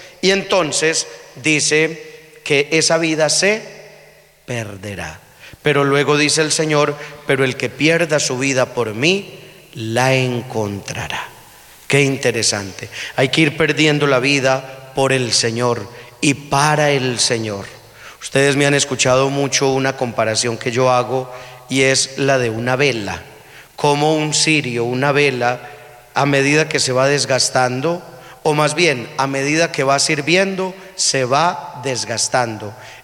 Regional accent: Colombia; Como colombianos, hacemos un compromiso

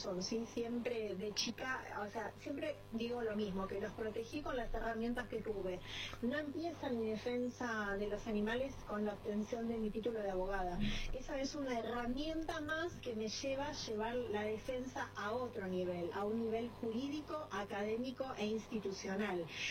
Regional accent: Villa Ballester, Buenos Aires Province, Argentina; moved away; Y bueno, yo me crié con la familia alemana en Buenos Aires, en Villa Ballester, y conservo todas las costumbres

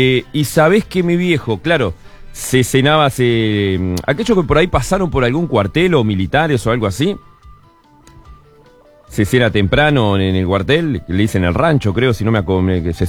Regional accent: Montevideo, Uruguay; born there; also born or lived in Bella Unión, Artigas, Uruguay; mi viejo, cuando vinimos del norte, vinimos de Bella Unión, el primer laburo que estuvo fue en el cuartel Florida, ahí en Punta de Rieles

